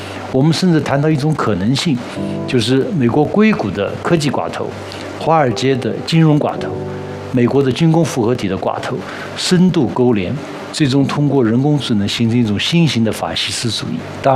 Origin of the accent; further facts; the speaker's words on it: China; 我想作为中国人，我们不要辜负这种伟大的希望。